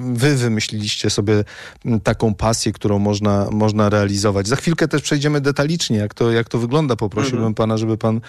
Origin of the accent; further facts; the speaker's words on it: Łódź, Łódź Voivodeship, Poland; wywodzę się z położonej nieopodal Łodzi